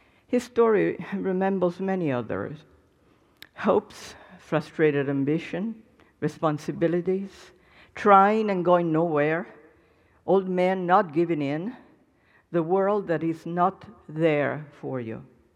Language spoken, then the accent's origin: Italian; Rome, Lazio, Italy; born there; io sono nata a Roma, ma scrivo in inglese